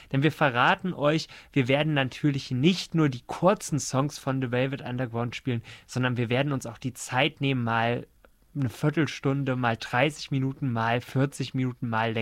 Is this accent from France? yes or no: yes; France; Und das hört sich, apropos Frankreich, wo ich herkomme, französisch an.